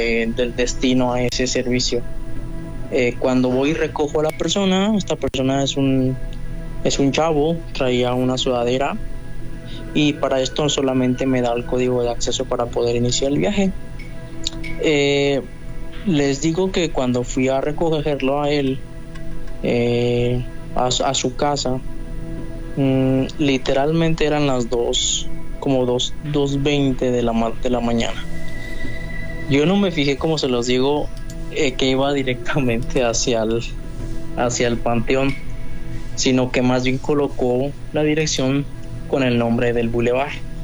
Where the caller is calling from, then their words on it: León, Guanajuato, Mexico; Desde León, Guanajuato.